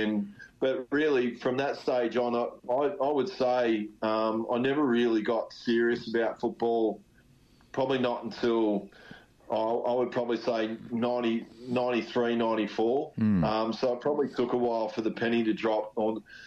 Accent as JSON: {"language": "English", "town": "Melbourne", "region": "Victoria", "country": "Australia", "tie": "born or raised there", "said": "the spot where we grew up in Gladstone Park, you lived in a court in Gladstone Park"}